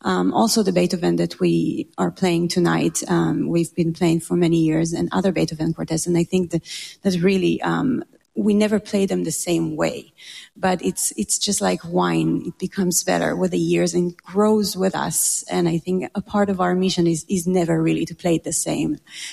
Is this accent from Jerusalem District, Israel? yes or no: yes; Jerusalem, Jerusalem District, Israel; now in Cincinnati, United States; we grew up together in Jerusalem, in Israel, in a very special school for music and dance.